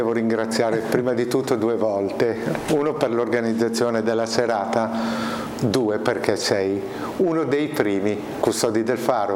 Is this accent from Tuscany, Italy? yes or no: no; Cremona, Lombardy, Italy; moved away as an adult; now in Genoa, Italy; Io sono di Cremona, andare a Busseto sono solamente 18 chilometri, per cui frequentiamo abitualmente quei posti.